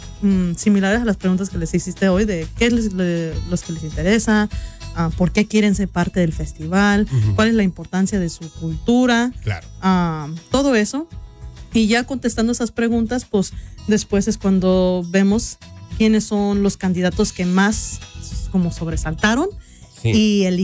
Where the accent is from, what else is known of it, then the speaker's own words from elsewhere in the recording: Fremont, Nebraska, United States; Yo soy de Fremont, Nebraska. Ahí nací, ahí estoy y ahí me quedaré.